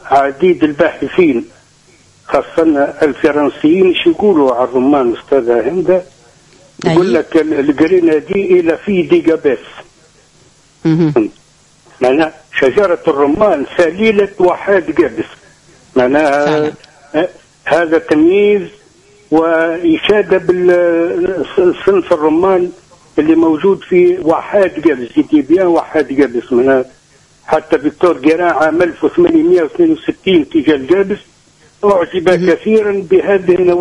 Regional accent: Tunisia

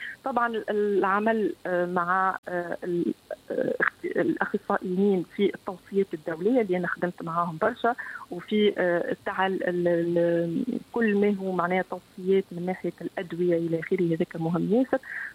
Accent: Tunisia; ويعطيوا لبلادنا تونس لأنها في أمس الحاجة لنا،

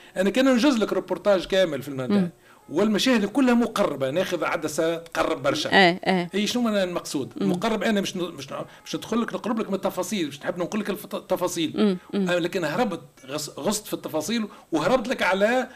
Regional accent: Tunisia; واحنا منها تونس

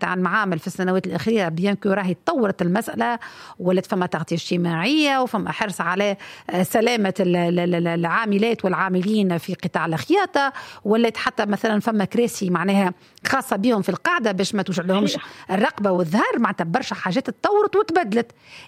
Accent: Tunisia; احنا خصوصيه تونسيه

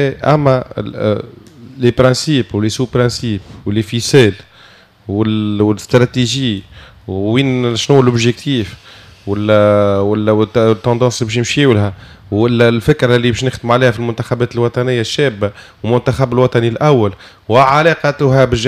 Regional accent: Tunisia; نحن عندنا في تونس

